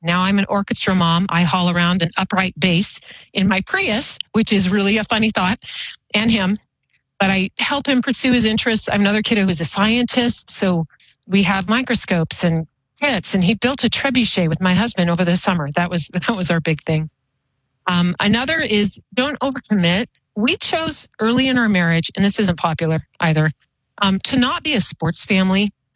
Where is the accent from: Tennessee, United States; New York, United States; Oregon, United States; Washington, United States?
Oregon, United States; born or raised there; now in Boise, United States